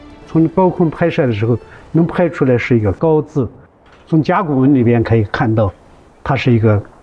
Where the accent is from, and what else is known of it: Gansu, China